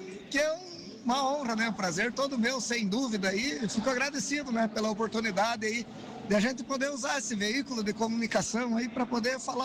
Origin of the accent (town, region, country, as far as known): Rio Grande do Sul, Brazil; born or raised there; also born or lived in Victor Graeff